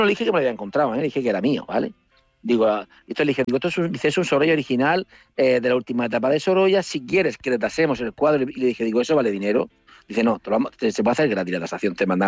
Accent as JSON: {"language": "Spanish", "town": "Murcia", "region": "Region of Murcia", "country": "Spain", "said": "Digo, mire … soy de Murcia y tal."}